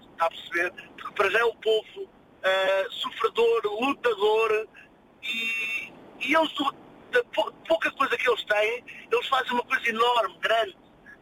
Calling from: Portugal; Eu sou português

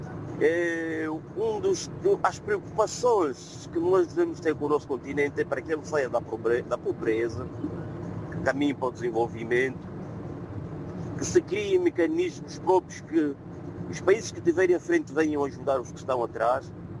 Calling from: Angola; Estou feliz por hoje ser o dia da África, como angolano que sou.

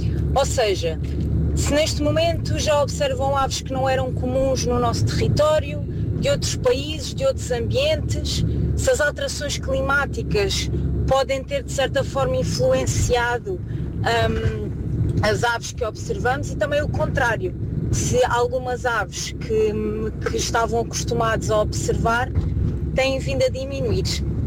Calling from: Coruche, Santarém, Portugal; eu sou de Coruche, que curiosamente é uma vila ribatejana, que dizem que a origem do nome pode estar relacionada com o facto de existirem muitas corujas no terreno

